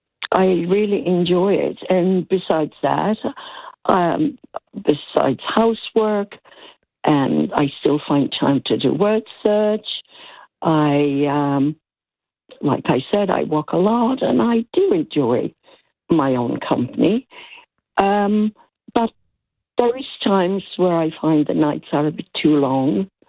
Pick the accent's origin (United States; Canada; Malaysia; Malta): Malta; now in Australia; I'm Maltese, but I'm Australian.